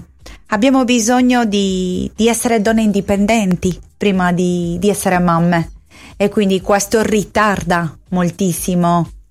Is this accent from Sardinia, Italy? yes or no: yes; Sardinia, Italy; moved away as an adult; now in Barcelona, Spain; la mia terra, che è la Sardegna, che amo